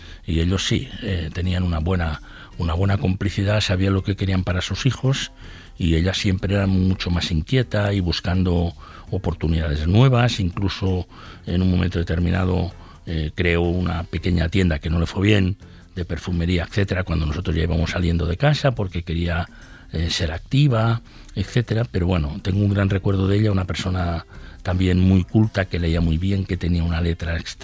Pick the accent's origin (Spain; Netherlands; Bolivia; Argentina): Spain; Camporrells, Aragon; era como una actriz real en color en aquella película en blanco y negro que se rodaba cada día en mi pueblo, en Camporrell.